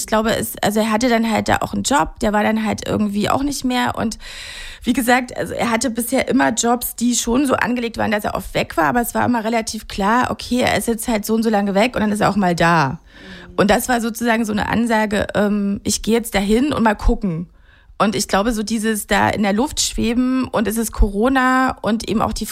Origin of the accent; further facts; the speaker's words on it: Germany; mein Mann kommt eben aus Korea, ich komme aus Deutschland